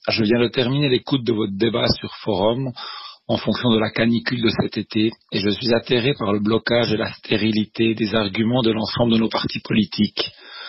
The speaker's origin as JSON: {"language": "French", "country": "Switzerland", "said": "D'être en tant que Suisse un exemple qui puisse être mis en avant en Europe et dans le monde"}